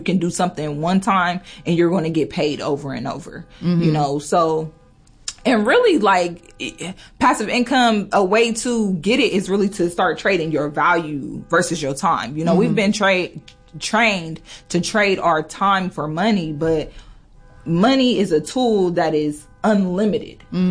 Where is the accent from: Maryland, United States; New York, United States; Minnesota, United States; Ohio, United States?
Ohio, United States; Cleveland; Because I grew up on 26 in Cleveland.